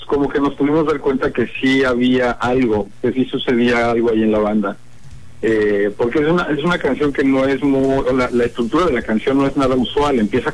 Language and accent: Spanish; State of Mexico, Mexico; born there; somos del Estado de México, nosotros también.